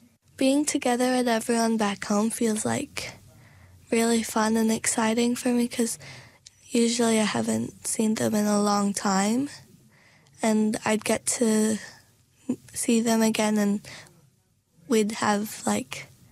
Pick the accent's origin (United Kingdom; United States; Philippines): Philippines; As a Filipino, I realize that how I act sometimes and think and the food I eat are different to my friends and people around me.